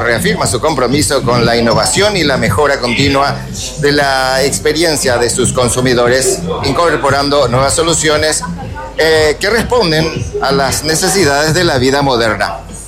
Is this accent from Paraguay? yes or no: yes; Luque, Central, Paraguay; vengo de la ciudad de Luque.